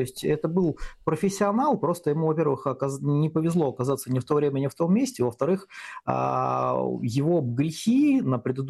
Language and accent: Russian; Russia; боль и как русский, и как немец, да, как русский немец в данном случае